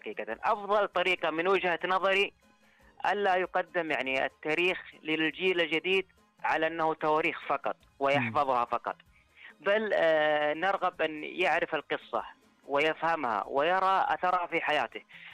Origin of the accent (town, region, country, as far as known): Saudi Arabia